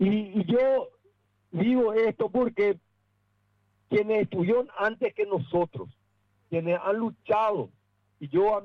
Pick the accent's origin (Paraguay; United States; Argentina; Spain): Paraguay; estoy emocionado como paraguayo, como alguien que ama a su patria